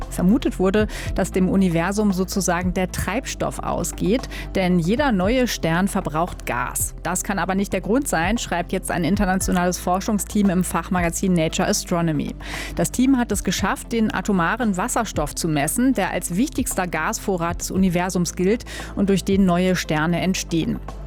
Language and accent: German; Nordenham, Lower Saxony, Germany; ich bin aus Nordenham.